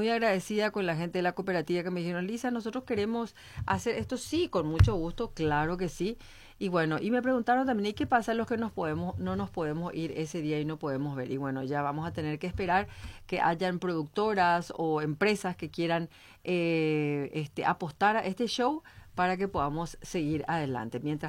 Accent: Paraguay; nosotros como paraguayos

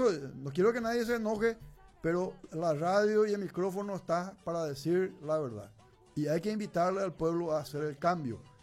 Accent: Paraguay; como paraguayo, como cristiano que somos

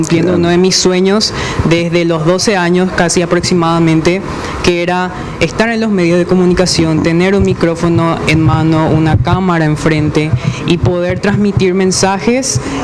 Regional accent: Filadelfia, Boquerón, Paraguay; moved away as an adult; now in Asunción, Paraguay; Bueno, yo soy originario de la ciudad de Filadelfia, departamento de Boquerón, Chaco paraguayo. Me crié ahí prácticamente toda mi infancia y adolescencia, la pasé en Filadelfia.

